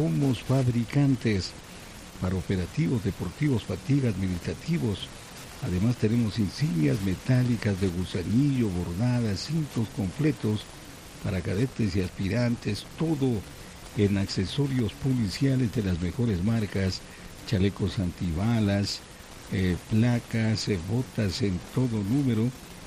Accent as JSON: {"language": "Spanish", "country": "Ecuador", "said": "la música de nuestra querida patria ecuatoriana."}